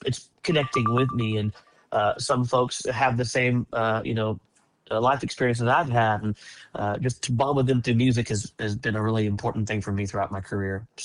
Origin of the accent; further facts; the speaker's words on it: Leander, Texas, United States; I grew up in Leander, just, you know, east of you guys, so not far from y'all. And went to Leander High School, just like my parents did.